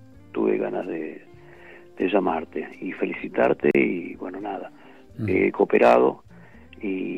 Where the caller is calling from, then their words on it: Termas de Río Hondo, Santiago del Estero, Argentina; Bueno, soy de Termas de Riondo.